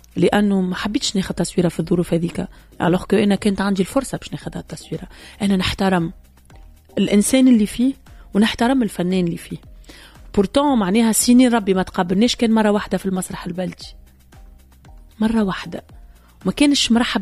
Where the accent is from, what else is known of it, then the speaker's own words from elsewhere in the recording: Nabeul, Nabeul Governorate, Tunisia; تربيت هكاكا ربيتني الخروبة هنا